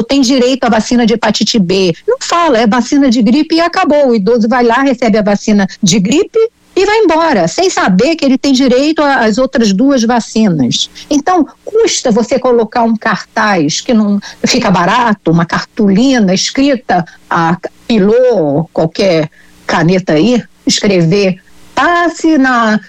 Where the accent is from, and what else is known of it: Rio de Janeiro, Brazil